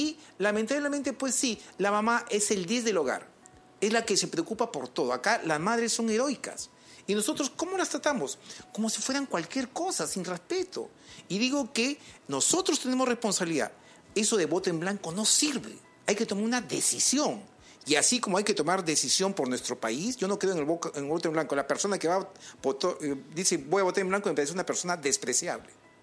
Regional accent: Peru

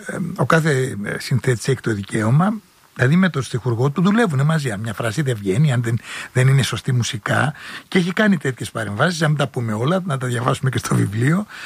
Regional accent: Piraeus, Attica, Greece; Είμαι Πειραιώτης ταμπουριώτης

